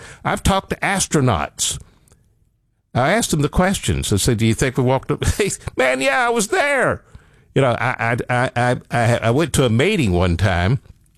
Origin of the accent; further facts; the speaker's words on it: Alabama, United States; You know, I grew up in Northeast Alabama on a mountain.